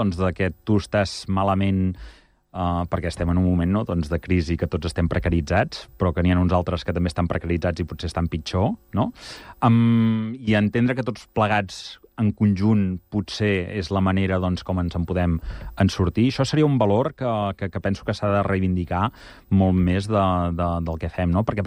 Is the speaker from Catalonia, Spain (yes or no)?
yes; Igualada, Catalonia, Spain; que ets jove, jo sóc d'Igualada, el …, el codirector de Mataró